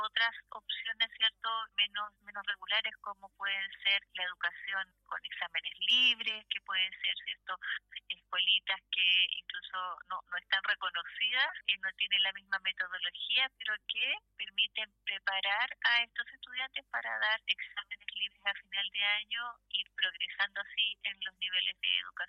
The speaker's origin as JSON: {"language": "Spanish", "town": "Viña del Mar", "region": "Valparaíso", "country": "Chile", "said": "yo soy de Viña del Mar, vivo acá, trabajo acá"}